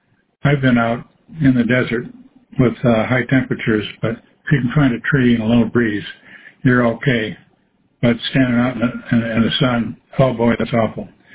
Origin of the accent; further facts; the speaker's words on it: Wisconsin, United States; I grew up in Wisconsin. We had tornadoes here, there, and the other place.